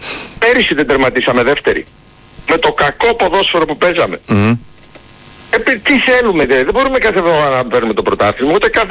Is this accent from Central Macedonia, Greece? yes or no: yes; Thessaloniki, Central Macedonia, Greece; επειδή είμαι από Θεσσαλονίκη, αγαπάω τον ΠΑΟΚ